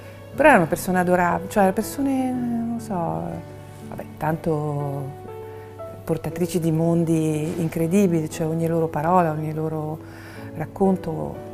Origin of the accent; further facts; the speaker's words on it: Rome, Lazio, Italy; io vengo da Roma, cioè la nebbia la vedo una volta nella vita